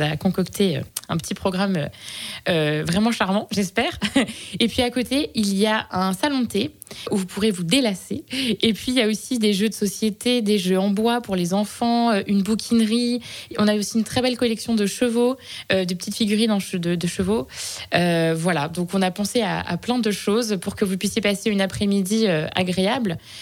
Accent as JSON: {"language": "French", "region": "Hauts-de-France", "country": "France"}